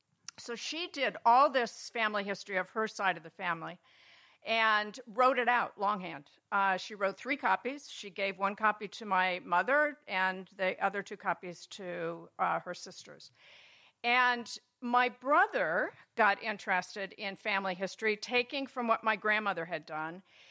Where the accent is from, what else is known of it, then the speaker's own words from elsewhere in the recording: Warren, Ohio, United States; So when I grew up in Warren, Ohio, I never felt like I belonged. My parents came there for jobs during the Depression.